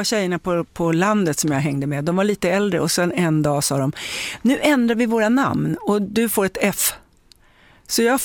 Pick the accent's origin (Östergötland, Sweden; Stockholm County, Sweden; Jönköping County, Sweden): Stockholm County, Sweden; Stockholm; Och jag är från Högdalen.